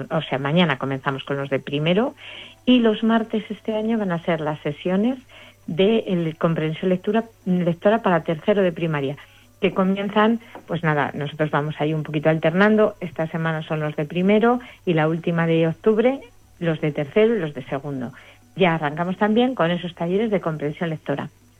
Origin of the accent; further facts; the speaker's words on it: Spain; todos tenemos así ese orgullo de ¡ay, que somos españoles!